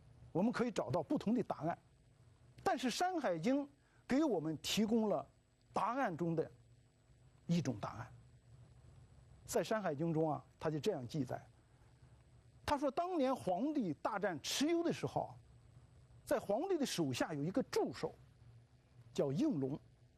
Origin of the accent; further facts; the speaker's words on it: China; 我们中国人